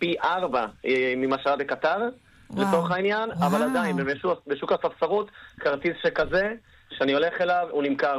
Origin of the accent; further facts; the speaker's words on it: Argentina; אז בתור ארגנטינאי, הולכת למסי